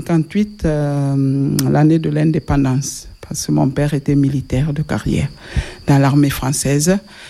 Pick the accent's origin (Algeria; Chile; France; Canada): France; born there; Mes enfants, mes frères, tous, on est nés en France.